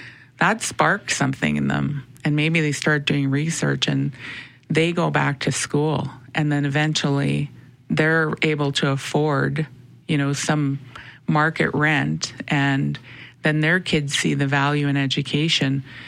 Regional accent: Canada; I always knew I was Indigenous, you know, I always knew I was Métis. Growing up in the North End, like, being in the schools

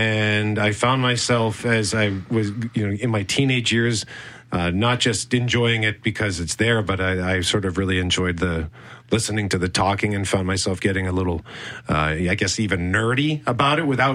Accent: Winnipeg, Manitoba, Canada; Yeah, born and raised in Winnipeg. Grew up in Transcona. Lived there for the first 28 years of my life.

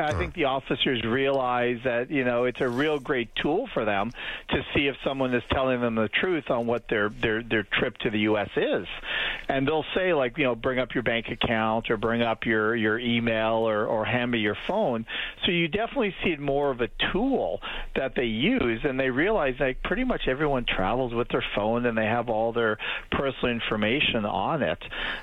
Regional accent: Canada; So even though I am a Canadian, I'm not a Canadian lawyer.

